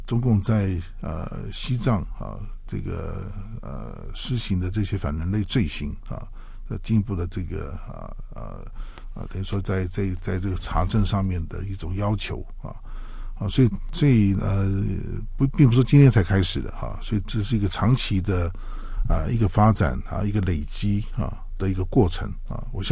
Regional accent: Taiwan; 甚至包括我们台湾人都面临了这个这个中国大陆

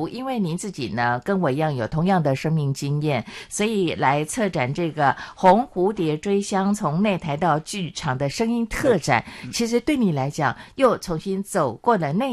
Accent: southern Taiwan, Taiwan; 像我是南台湾长大的小孩哦

